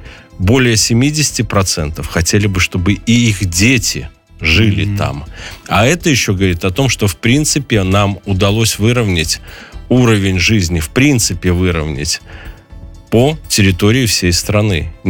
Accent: Belarus; мы, белорусы, стали привередливые.

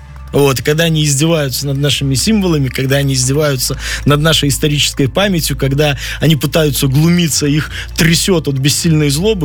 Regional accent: Belarus; Мы, белорусы, имеем и безопасность, и суверенитет.

